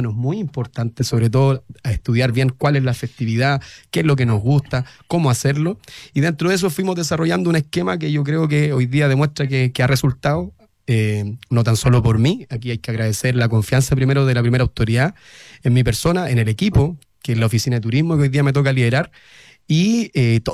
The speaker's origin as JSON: {"language": "Spanish", "town": "Los Andes", "region": "Valparaíso", "country": "Chile", "said": "Soy andino, para algunos que me conocen."}